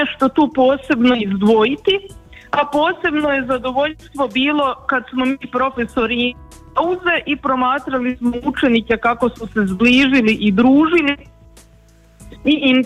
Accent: Sisak, Sisak-Moslavina County, Croatia; moved away as an adult; now in Zagreb, Croatia; dolazim iz Siska, ali već dulje od desetljeća živim u Zagrebu.

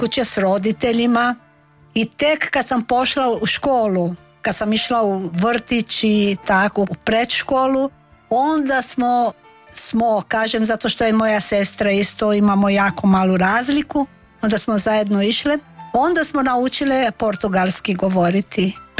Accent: São Paulo, Brazil; first language Croatian; Da, rođena sam u São Paulo, tamo sam se školovala.

